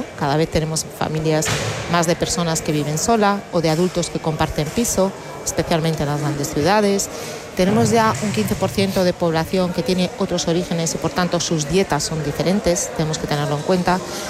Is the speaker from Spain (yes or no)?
yes; Galicia, Spain; yo que soy gallega